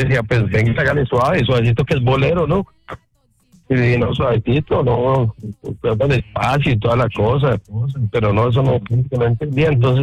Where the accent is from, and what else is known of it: Antioquia, Colombia; now in Bogotá, Colombia